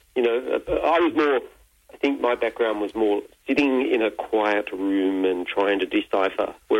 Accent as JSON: {"language": "English", "town": "Sydney", "region": "New South Wales", "country": "Australia", "said": "I was from the Sydney suburbs"}